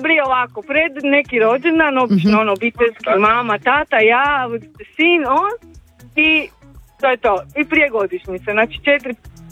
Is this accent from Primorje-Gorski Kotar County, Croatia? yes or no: yes; Mali Lošinj, Primorje-Gorski Kotar County, Croatia; evo, mi smo inače iz Malog Lošinja i idemo u Split na par dana